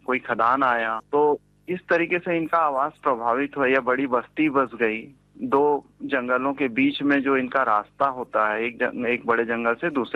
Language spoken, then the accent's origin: Hindi; Bilaspur, Chhattisgarh, India; बिलासपुर छत्तीसगढ़ का निवासी हूँ।